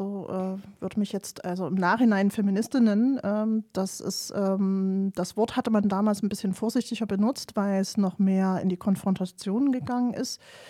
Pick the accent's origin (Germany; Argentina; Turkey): Germany; Leipzig, Saxony; Also ich bin ja in der DDR groß geworden und hatte dadurch natürlich eine andere Prägung.